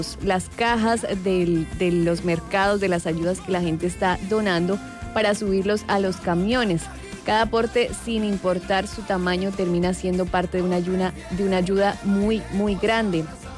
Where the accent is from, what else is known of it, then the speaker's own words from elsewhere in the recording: Barranquilla, Atlántico, Colombia; hoy estoy muy orgullosa de nosotros como barranquilleros